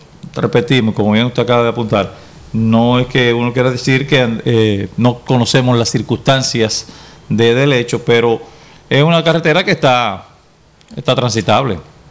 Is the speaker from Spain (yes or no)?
no; Dominican Republic; como dominicanos que somos